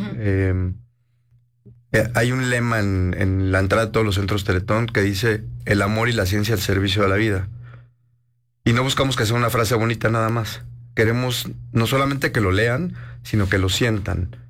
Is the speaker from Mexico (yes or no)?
yes; Mexico; seguir siendo un ejemplo como mexicanos de algo que hacemos muy bien.